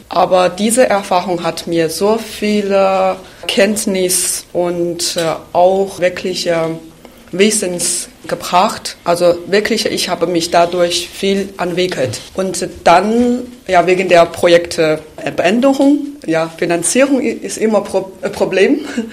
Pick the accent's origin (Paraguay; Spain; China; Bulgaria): China; German is a second language; now in Germany; Ich komme aus China. Ich bin seit 2016 nach Deutschland gekommen, auch in Sachsen.